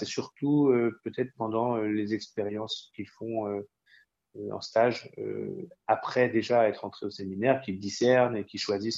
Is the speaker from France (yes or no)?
yes; Centre-Val de Loire, France; moi, j'ai grandi dans le Loir-et-Cher